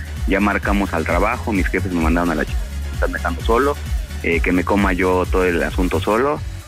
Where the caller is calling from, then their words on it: Mexico; como todo mexicano